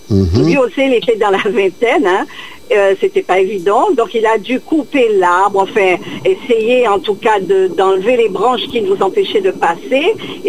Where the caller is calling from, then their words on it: Le Gosier, Guadeloupe; J'appelle du Gosier.